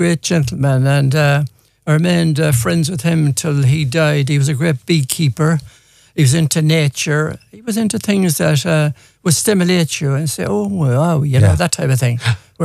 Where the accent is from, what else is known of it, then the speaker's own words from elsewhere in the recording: Ballina, Connacht, Ireland; Yeah, I grew up in Arbuckle Row in Ballina, which is right beside the River Moy.